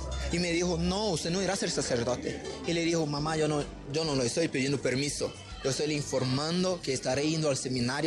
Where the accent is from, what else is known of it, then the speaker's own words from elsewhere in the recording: Paraná, Brazil; moved away; Yo soy natural de Brasil, del estado de Paraná.